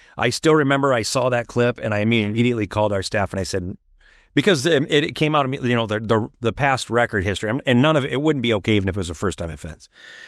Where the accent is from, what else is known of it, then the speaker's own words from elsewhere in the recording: Iowa, United States; They want to grow up, I think, the way I grew up here in Iowa. In the 80s and the 90s